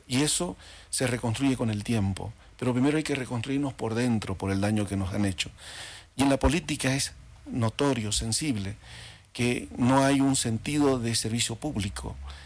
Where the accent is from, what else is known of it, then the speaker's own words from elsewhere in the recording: Santa Cruz de la Sierra, Santa Cruz, Bolivia; also born or lived in La Paz; Adopté la cultura cruceña. Y es interesante la mezcla, porque mi padre es Camba, mi madre es Potosina, yo nací en La Paz, me crié en Santa Cruz.